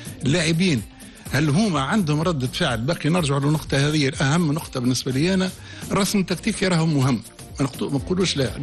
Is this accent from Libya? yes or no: yes; Libya; هذا بلادي